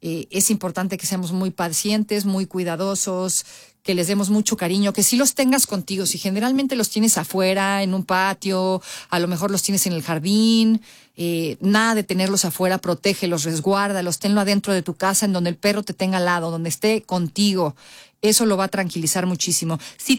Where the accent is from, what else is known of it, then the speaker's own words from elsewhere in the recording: Mexico; Que en mi barrio, en mi pueblo. Pues usted sabe, pues somos guatequeros, nos gusta el mitote a los mexicanos, así somos.